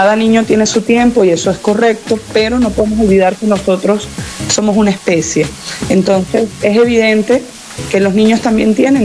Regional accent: Caracas, Capital District, Venezuela; somos caraqueños

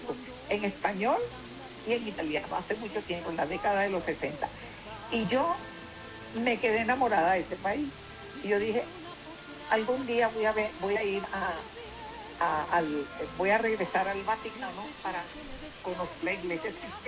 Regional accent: Venezuela; now in Madrid, Spain; yo sé que los venezolanos somos venezolanos a uno, mi amor. Yo creo en mi país con o sin razón, yo creo en mi país.

